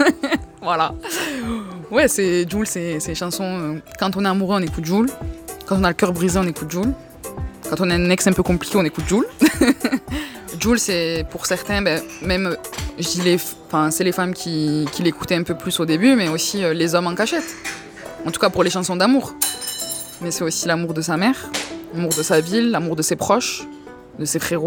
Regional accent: Marseille, Provence-Alpes-Côte d'Azur, France; c'est une question que, aujourd'hui en tant que Marseillais et même à l'époque, qu'on peut pas éviter.

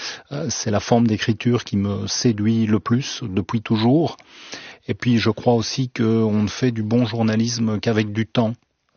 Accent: Wallonia, Belgium; now in Charleroi, Belgium; Je suis originaire de la région de Mons-Borinage, mais je vis actuellement dans la région de Charleroi.

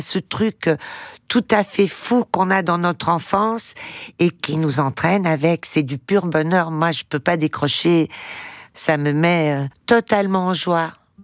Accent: Portugal; Et puis, je suis portugaise.

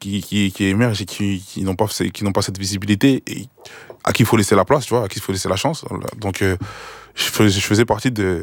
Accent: Haiti; j'ai un titre code qui fait que je suis haïtien.

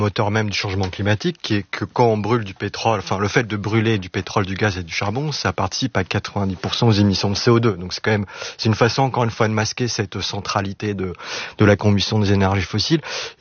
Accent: France

